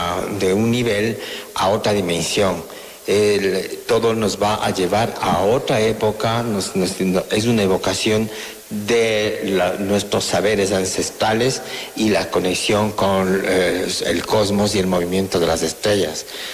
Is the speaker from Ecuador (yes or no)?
yes; Ecuador; como cultura y como seres andinos y ecuatorianos